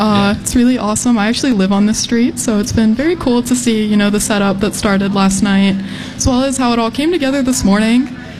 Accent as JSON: {"language": "English", "town": "Pittsburgh", "region": "Pennsylvania", "country": "United States", "moved": "as an adult", "lives_now": "Cleveland, United States", "said": "Yeah, I'm from Pittsburgh, so not too far."}